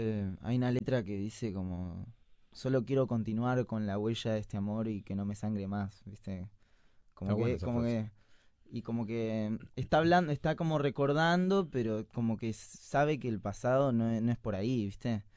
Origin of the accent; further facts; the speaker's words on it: Montevideo, Uruguay; O sea, me crié en Cordón Norte. La casa que siento que es mi casa, sí.